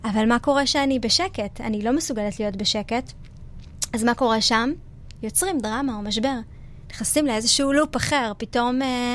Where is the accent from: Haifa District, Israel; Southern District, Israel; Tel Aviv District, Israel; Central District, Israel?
Southern District, Israel; Ashkelon; moved away; אני נוסעת לאשקלון להשכרה של אבא שלי, ואני מבקשת מגל, אני אומרת לו, בוא נעבור בשכונה שגדלתי